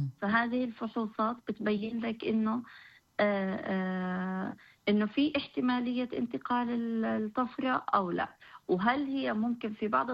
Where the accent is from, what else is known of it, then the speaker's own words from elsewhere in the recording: West Bank, Palestine; عندنا بالضفة